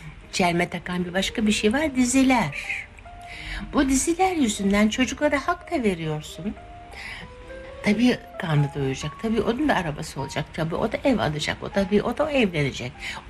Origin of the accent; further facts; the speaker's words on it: Izmir, İzmir, Turkey; Karşıyaka'nın en güzel kadınıydı annem. İzmirliyiz ya.